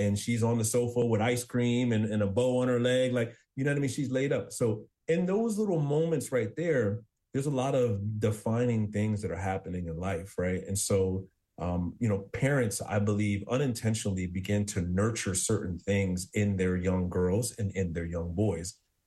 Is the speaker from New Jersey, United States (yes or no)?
yes; New Jersey, United States; I'm from New Jersey